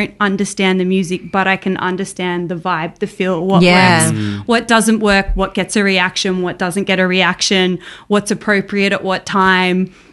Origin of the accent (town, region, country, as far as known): Australia